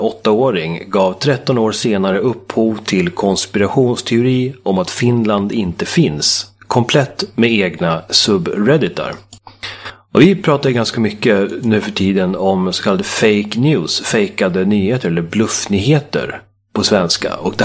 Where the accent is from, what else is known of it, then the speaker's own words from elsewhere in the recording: Sweden; för mig som svensk